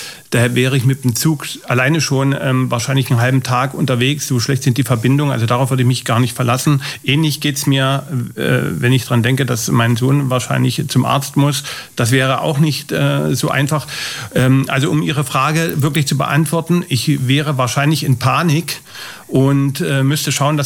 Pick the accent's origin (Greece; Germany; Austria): Germany; Tangermünde, Saxony-Anhalt; Also für mich ist natürlich mein Heimatort Tangermünde und die Altmark am schönsten.